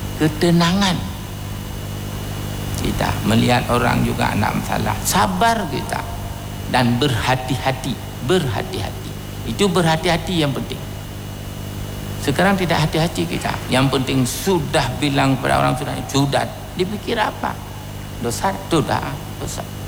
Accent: Indonesia; born there; Ada orang di kampung saya di Pasir dulu

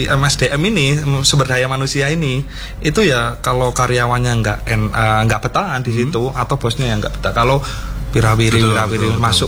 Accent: Malang, East Java, Indonesia; also born or lived in Wonogiri; Tapi kalau dari kecil memang sekolahnya di Malang.

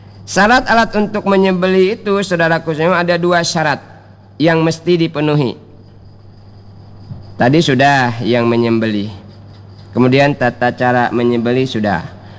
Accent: Bangka Belitung Islands, Indonesia; kalau pakai pisau bisa terputus kuteng, kata kita orang Bangka.

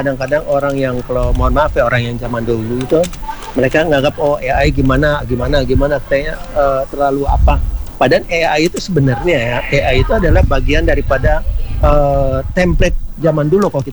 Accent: Manado, North Sulawesi, Indonesia; Iya, betul. Kita dari Manado.

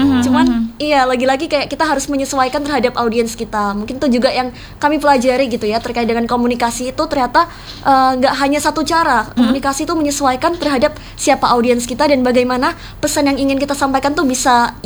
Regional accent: Ngawi, Sidoarjo, East Java, Indonesia; moved away as an adult; now in Jember, Indonesia; Sebenarnya orang Jawa juga sih kak. Aku dari Ngawi, dari Sidoarjo.

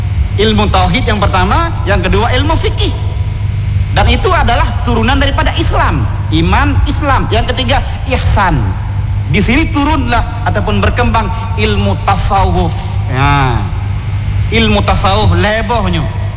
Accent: Aceh, Indonesia; kita orang Aceh

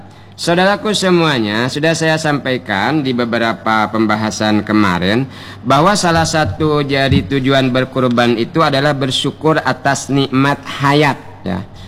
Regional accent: Bangka Belitung Islands, Indonesia; Kan lumayan, bedepe, kata kita orang Bangka.

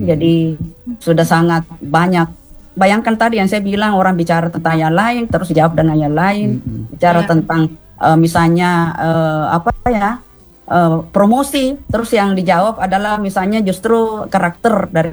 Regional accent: South Sulawesi, Indonesia; accent: Bugis; saya maaf pakai logat Bugis ya.

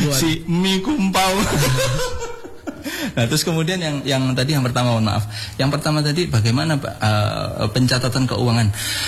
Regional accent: Malang, East Java, Indonesia; now in Tarakan, Indonesia; saya orang Malang.

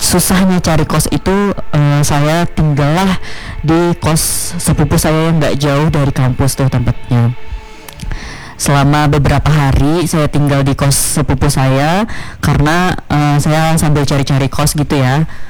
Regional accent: Central Kalimantan, Indonesia; moved away as an adult; saya itu asalnya dari Barito Utara, mahasiswa perantau gitu ya.

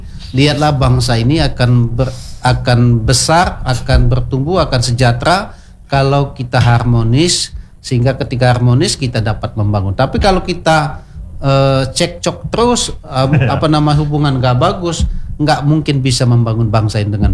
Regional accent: Bengkulu, Indonesia; kalau kami ini merantau nanti ke Jogja, kami berkata kami orang Bengkulu

